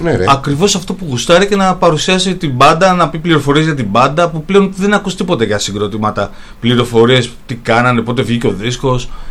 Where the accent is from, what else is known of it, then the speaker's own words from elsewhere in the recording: Irakleio, Attica, Greece; γέννημα Θρέμα.